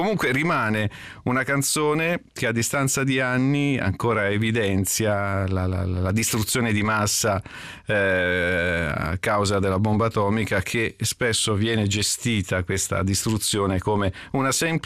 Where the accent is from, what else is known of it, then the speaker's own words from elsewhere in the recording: Calabria, Italy; Essendo io calabrese